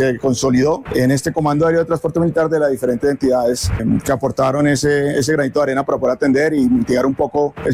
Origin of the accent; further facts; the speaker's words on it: Colombia; Entonces, hasta las regiones más apartadas nos integramos como colombianos